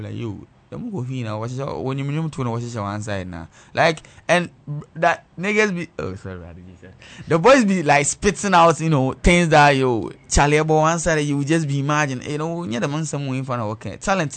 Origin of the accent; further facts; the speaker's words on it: Sekondi-Takoradi, Western Region, Ghana; I'm from Sekendi, and the thing is, me Sekendi, I didn't rep every hood. I mean, you know, hood, I'm from Sekendi. Asemen Sudo, Sankwana, 5-1, Anafo, like everywhere, I mean, you know, I swear. I wasn't born there, though